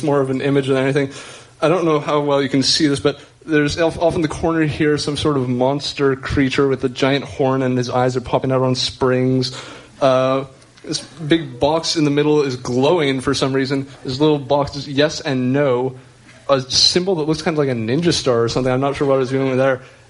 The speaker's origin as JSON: {"language": "English", "region": "Alberta", "country": "Canada", "tie": "born or raised there", "said": "I grew up in Alberta, so I am Canadian born and raised."}